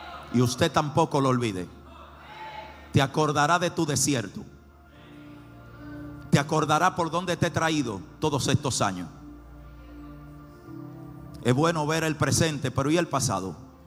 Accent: Dominican Republic; Yo nací, hermano, en el Simón Bolívar y me crié en ese barrio hasta los 12 años.

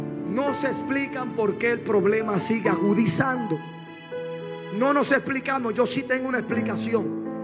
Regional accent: Puerto Rico; Estoy hablando de Puerto Rico porque soy boricua

